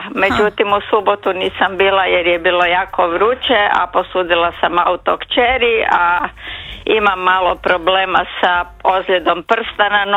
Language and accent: Croatian; Bistra, Zagreb County, Croatia; now in Zagreb, Croatia; Ja sam iz Bistre, inače.